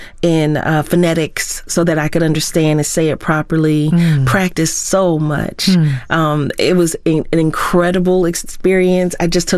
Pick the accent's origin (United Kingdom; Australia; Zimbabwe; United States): Zimbabwe; accent: Zimbabwean; Got there and realized my accent was actually Zim.